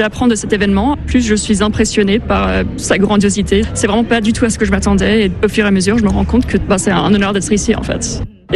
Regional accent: France; moved away as an adult; also born or lived in Switzerland / United Kingdom; Je suis née en Suisse et j'ai passé mes 4 premières années en Suisse, puis en France plus ou moins jusqu'au lycée. Après, je suis allée faire une grande partie de mes études supérieures au Royaume-Uni.

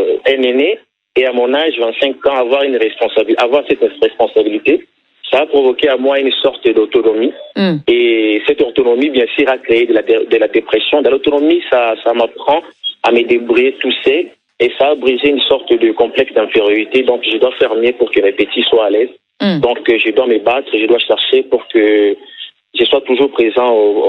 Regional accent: Kisangani, Tshopo, DR Congo; Ensuite, je me présente. … je suis de Kisangani.

